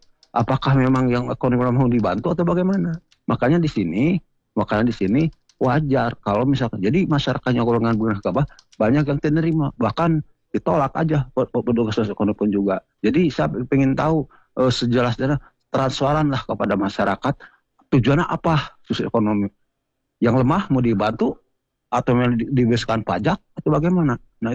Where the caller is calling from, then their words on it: Bandung, West Java, Indonesia; Saya dari Bandung Timur, Bu.